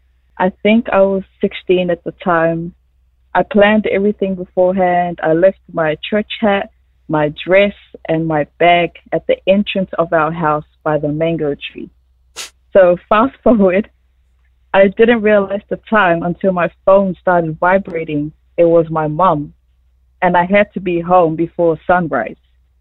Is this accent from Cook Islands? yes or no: yes; Cook Islands; moved away as an adult; I'm actually from Cook Islands. I was born and raised on the main island of Rotunga and obviously moved here for university.